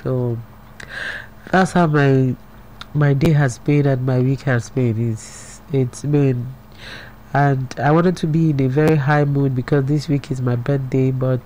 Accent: Delta, Nigeria; I married from Edo State, but I'm from Delta.

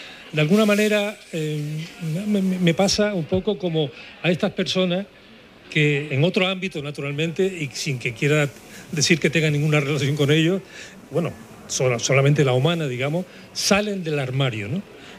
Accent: San Cristóbal de La Laguna, Canary Islands, Spain; also born or lived in Tijoco de Abajo, Adeje; allí, naturalmente, donde yo nací, ¿no? No podía ser de otra forma. Y realmente estuve unos meses en Tijoco, ¿no? Toda mi vida la he desarrollado en La Laguna, en realidad. O sea, que me siento realmente, fundamentalmente lagunero

